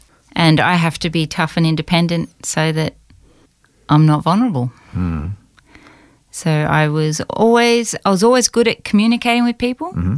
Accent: Chirnside Park, Victoria, Australia; So I grew up in Chirnside Park. Went to the Chirnside Park Primary School, and I was even born in the Lilydale Hospital back when it was.

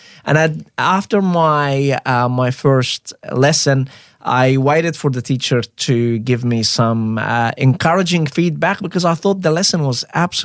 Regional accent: Egypt; first language Arabic; English is a second language; now in Australia; I grew up speaking Arabic in Egypt.

